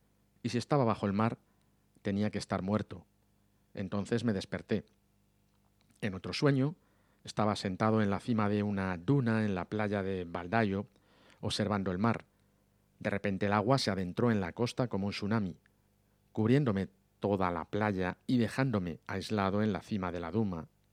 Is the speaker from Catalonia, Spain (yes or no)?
no; Carballo, Galicia, Spain; born there; Nací en Carballo. Ahora está bien vivir allí, pero antes no era un pueblo nada bonito. No había mucho que hacer.